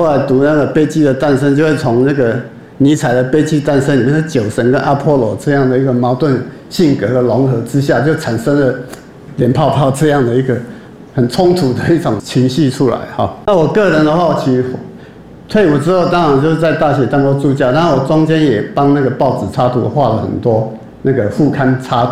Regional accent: Keelung, Taiwan; 我是基隆海边出生的，就征兵渔港，现在那个彩色屋旁边就是我小时候住的地方。那我妈妈那边的家族是基隆渔船蔡川业。

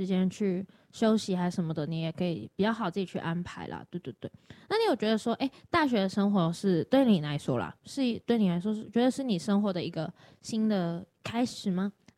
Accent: Hong Kong; now in Taiwan; 我是香港人。

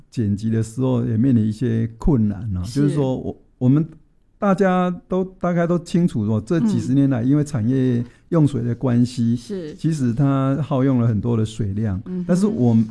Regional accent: central Taiwan, Taiwan; 因为我是中部的小孩，

